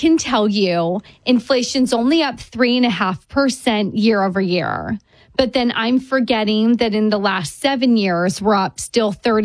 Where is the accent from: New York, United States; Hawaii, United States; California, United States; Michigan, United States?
New York, United States; I see so many people in my hometown of New York